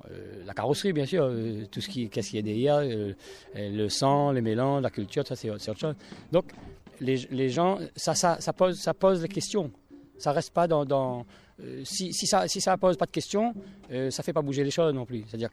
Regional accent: Réunion; Ou alors, on est réunionnais, nourri de tous ces apports-là. Et moi, mes sens sont en éveil depuis petit avec les tambours malbar qui accompagnent les cérémonies rituelles tamoul malbar

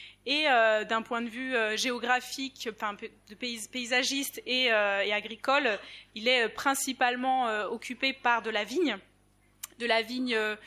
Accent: Occitanie, France; Je viens du territoire de l'Aude et je travaille là-bas.

